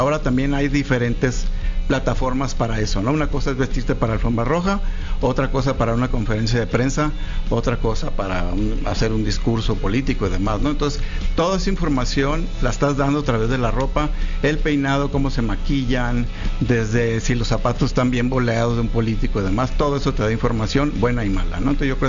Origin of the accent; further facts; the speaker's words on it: Hermosillo, Sonora, Mexico; yo de, claro, niño adolescente en Sonora.